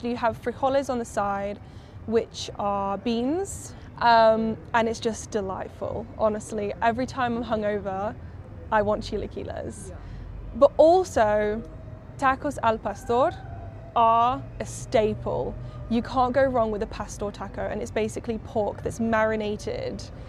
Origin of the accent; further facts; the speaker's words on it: United Kingdom; moved away as an adult; now in Mexico; But for me as a British person